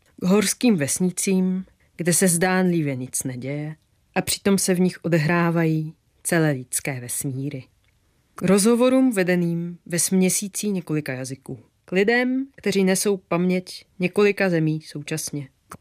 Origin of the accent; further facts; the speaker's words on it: Poland; Czech is a second language; now in Prague, Czech Republic; Jsem Polka, žijí v Praze